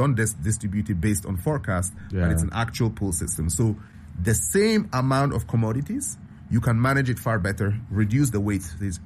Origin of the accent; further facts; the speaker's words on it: Ghana; Firstly, for myself, I'm Ghanaian, and I want to drive modern 21st century technologies in Ghana, right?